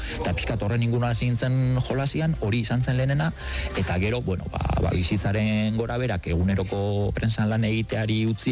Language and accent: Basque; Hondarribia, Basque Country, Spain; now in Irun, Spain; ni Hondarribikoa naiz, Irunen bizi naiz